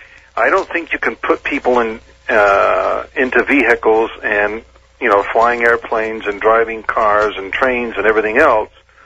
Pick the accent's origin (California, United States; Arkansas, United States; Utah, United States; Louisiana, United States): Utah, United States; And I grew up out in Utah originally, so I saw the Mormons